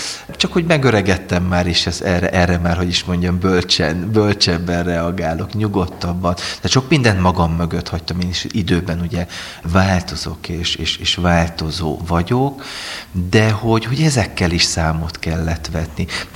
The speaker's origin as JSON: {"language": "Hungarian", "town": "Subotica", "region": "Vojvodina", "country": "Serbia", "tie": "born or raised there", "moved": "as an adult", "lives_now": "Hungary", "said": "Igen, tehát az a helyzet, hogy én Szabadkán nőttem fel, a régi Jugoszláviában születtem, és a 90-es évek Szerbiájában nőttem föl. Aztán egyetemista korom óta Magyarországon élek."}